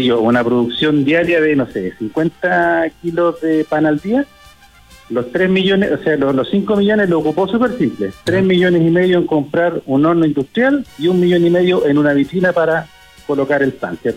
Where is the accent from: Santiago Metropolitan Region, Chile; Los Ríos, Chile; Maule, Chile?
Los Ríos, Chile; Valdivia; algo real, porque me tocó verlo, yo soy de regiones, yo soy de Valdivia